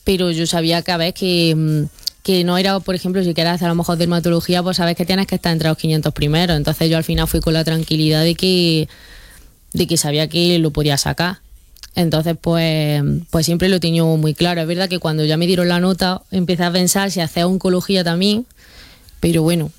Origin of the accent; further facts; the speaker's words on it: Sabiote, Andalusia, Spain; a mí me gusta mucho mi pueblo, me gusta mucho estar cerca de mi gente y estar aquí en Sabiote.